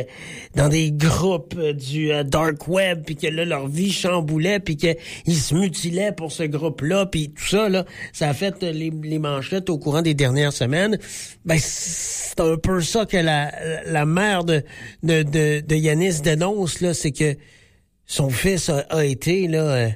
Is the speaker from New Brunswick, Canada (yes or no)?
no; Quebec, Canada; chez nous, en Beauce.